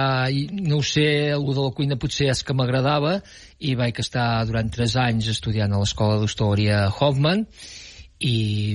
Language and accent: Catalan; Navàs, Catalonia, Spain; moved away as an adult; now in Serrateix, Spain; jo sóc de Navàs, fill de Navàs, que està a 15 quilòmetres de Serrateix.